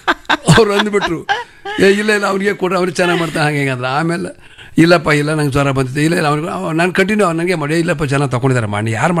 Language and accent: Kannada; Tegampur, Karnataka, India